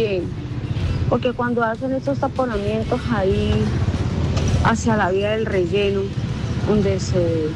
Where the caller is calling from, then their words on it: Bello, Huila, Colombia; los que venimos a trabajar de Bello